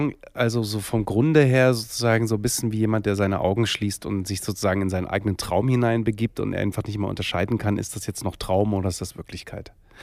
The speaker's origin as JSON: {"language": "German", "town": "Dresden", "region": "Saxony", "country": "Germany", "tie": "born or raised there", "said": "Ich glaube am Ende dann doch Dresden, meine Heimat."}